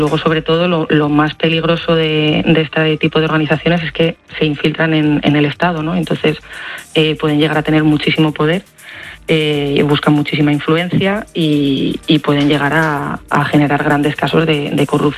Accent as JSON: {"language": "Spanish", "country": "Italy", "second_language": "Spanish", "said": "Y luego también, un poco siendo italiano, España e Italia son países muy similares"}